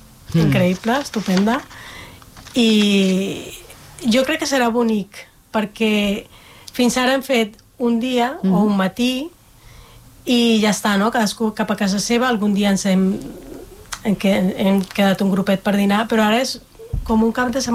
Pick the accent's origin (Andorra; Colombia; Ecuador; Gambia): Colombia; now in Spain